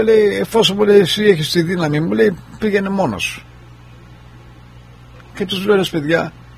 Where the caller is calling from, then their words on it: Kefalonia, Ionian Islands, Greece; Είμαι από την Κεφαλονιά